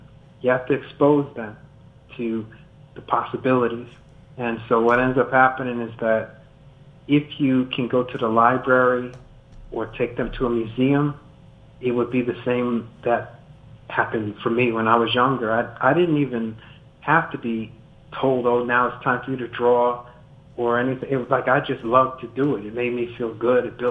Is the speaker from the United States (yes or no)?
yes; Scotch Plains, New Jersey, United States; Well, I was born in New Jersey, and I was in a little town called Scotch Plains.